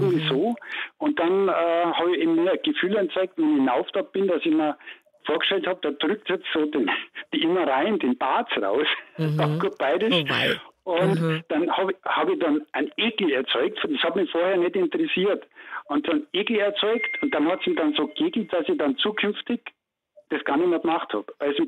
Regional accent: Ohlstadt, Bavaria, Germany; Das früheste, ich denke, da war ich ein halbes Jahr alt. Da war ich in der Kinderklinik bei uns in Ohlstadt.

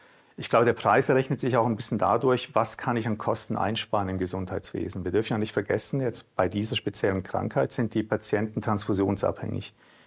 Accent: Switzerland; now in Freiburg, Germany; Als Schweizer bin ich ein bisschen zurückhaltend, was Superlative angeht.

